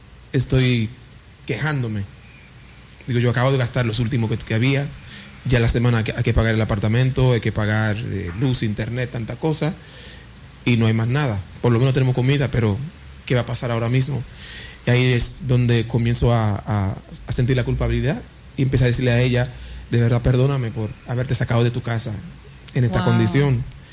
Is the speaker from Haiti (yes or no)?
yes; Haiti; Spanish is a second language; moved away; Yo soy de Haití